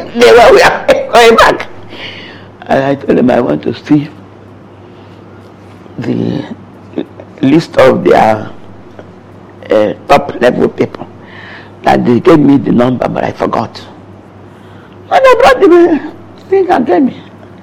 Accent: Nigeria; moved away; I'm from Nigeria

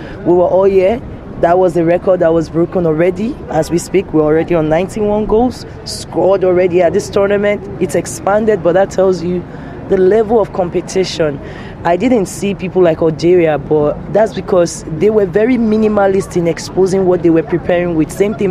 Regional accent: Nigeria; even as a Nigerian. Seeing that Nigeria got swiped out

